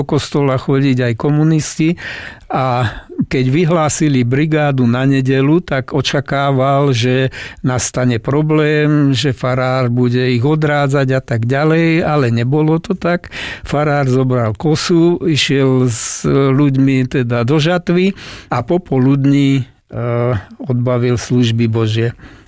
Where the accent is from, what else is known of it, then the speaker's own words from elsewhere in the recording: Liptovský Mikuláš, Žilina Region, Slovakia; tak sme sa presťahovali do Mikuláša. V Porúbke som chodil 3 roky základnej školy, v Mikuláši ďalšie 3 roky a v Bátovciach ďalšie 3 roky.